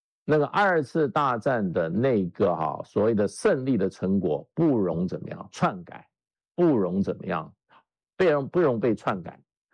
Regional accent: Taiwan; 我们从小在台湾呢，每年都会播的

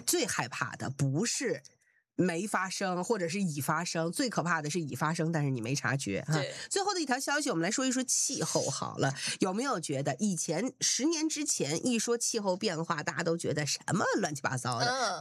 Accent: northern China, China; now in New Zealand; 我作为个北方人，对不对？新西兰这再冷一点，到零下我也能扛

